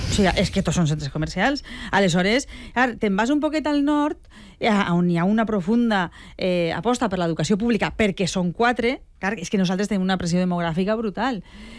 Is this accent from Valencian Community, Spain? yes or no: yes; Sagunto, Valencian Community, Spain; Jo de veritat soc de Sagunt